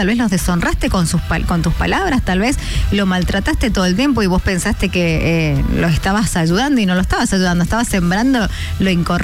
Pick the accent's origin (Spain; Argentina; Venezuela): Argentina; Mendoza; La yapa, que como los argentinos acá, los mendocinos decimos, es la yapa, el extra.